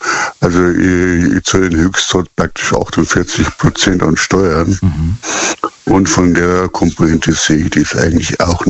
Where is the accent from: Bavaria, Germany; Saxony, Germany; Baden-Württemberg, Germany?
Bavaria, Germany; Rosenheim; Also wie gesagt, ich komme aus Rosenheim, sprich aus Bayern.